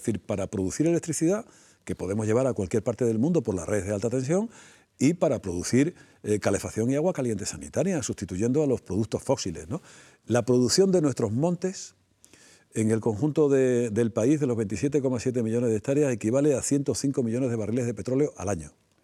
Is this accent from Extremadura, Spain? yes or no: yes; Extremadura, Spain; la edad de los montes que tienen en mi tierra, por ejemplo, en las Urdes, en Sierra de Gata